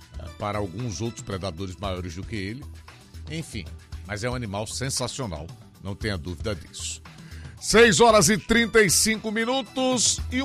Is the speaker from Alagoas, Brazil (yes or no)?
yes; Maceió, Alagoas, Brazil; sou nascido e criado no Nordeste, sou aqui de Maceió, né? Nasci e me criei nessa cidade de um país tropical